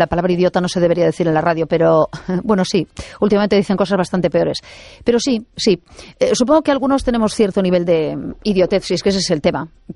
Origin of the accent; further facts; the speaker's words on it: Galicia, Spain; En gallego decimos feixe